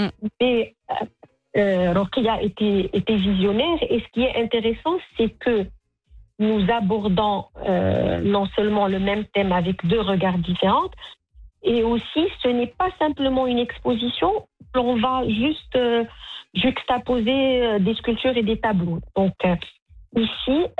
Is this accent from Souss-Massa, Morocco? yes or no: no; Rabat, Rabat-Salé-Kénitra, Morocco; je suis marocaine